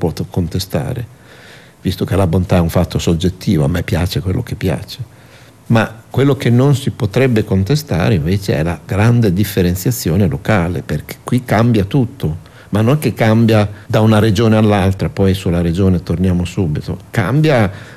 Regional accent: Emilia-Romagna, Italy; accent: Romagnol; now in Bologna, Italy; ho insegnato a Bologna per tanti anni, ma guardi che qualsiasi bolognese riconoscerebbe nel mio accento un'origine romagnola molto diversa.

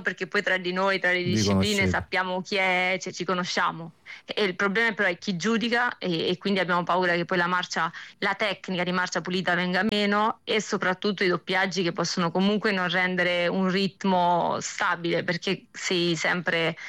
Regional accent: Ostia, Lazio, Italy; E l'Italia, io sono di Ostia

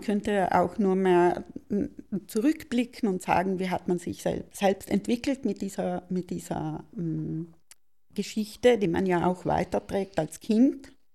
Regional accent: Trentino-Alto Adige, Italy; Wenn ich in Sizilien bin, bin ich eine Südtirolerin. Und wenn ich hier bin, bin ich eine Sizilianerin.

